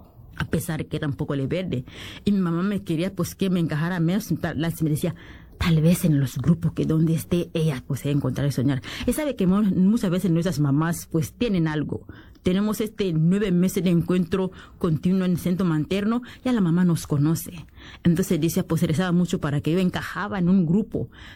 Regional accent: DR Congo; moved away; yo vengo de un pueblo así pequeñito y había mucha necesidad de seguir como atendiendo a las personas. Y en mi país, que es la República Democrática del Congo

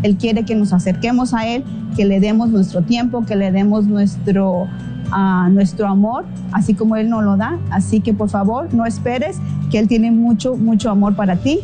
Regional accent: California, United States; yo vengo del condado de Ventura.

